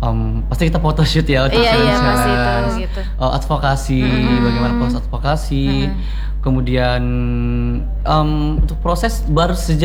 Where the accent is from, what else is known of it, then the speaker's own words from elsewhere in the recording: Takalar, South Sulawesi, Indonesia; Nah, di hari kemerdekaan itu saya dari Kabupaten Takalar.